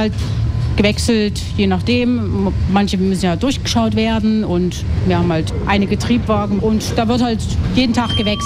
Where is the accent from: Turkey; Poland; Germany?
Germany; Naumburg, Saxony-Anhalt; Ich bin gebürtige Naumburgerin